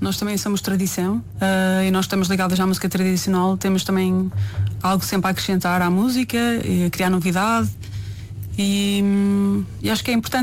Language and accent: Portuguese; Norte, Portugal; accent: Transmontano; é a forma como cantamos, não é? Com o nosso sotaque transmontano